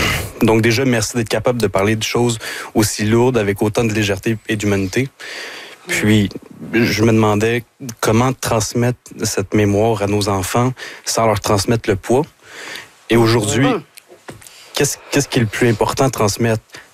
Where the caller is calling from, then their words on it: Quebec, Canada; Donc, dans le fond, je suis québécois.